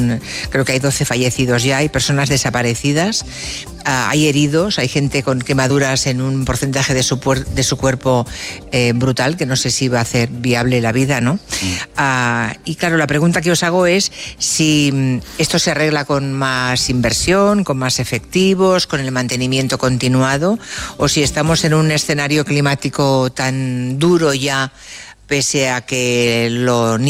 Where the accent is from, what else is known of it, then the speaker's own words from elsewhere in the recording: Monforte de Lemos, Galicia, Spain; a un periodista que es de Monforte de Lemos, de mi ciudad, de mi pueblo